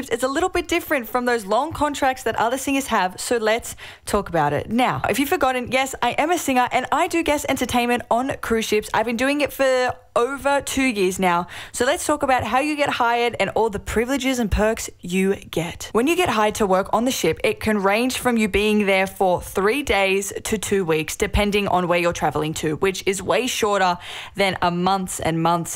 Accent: Sydney, New South Wales, Australia; Now, for example, I am from Sydney, Australia, of course

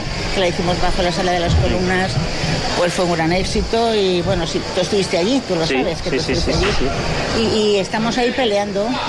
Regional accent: Valencia, Valencian Community, Spain; born there; now in Xàtiva, Spain; Yo mira, yo no soy nacida aquí en Játiva, soy nacida en Valencia.

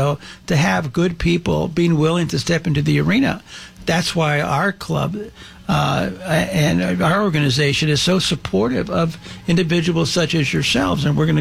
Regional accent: Los Angeles, California, United States; I mean, I grew up in the San Fernando Valley.

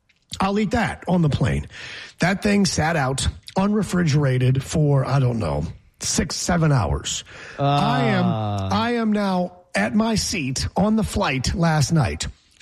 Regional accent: Geneva, New York, United States; I'm upstate on Seneca Lake, my hometown of Geneva, New York, which is picturesque Seneca Lake

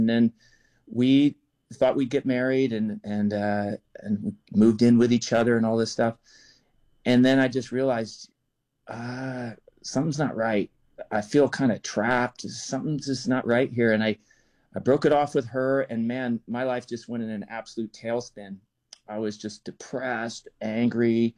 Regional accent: Cincinnati, Ohio, United States; I was born in Cincinnati, Ohio, and I grew up there in the Midwest.

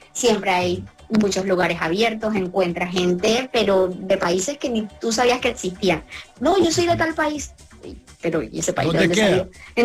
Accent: Colombia

